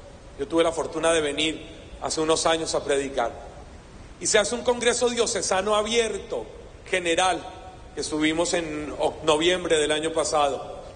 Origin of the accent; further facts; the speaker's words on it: Colombia; soy colombiano, ¿no se nota? Soy colombiano.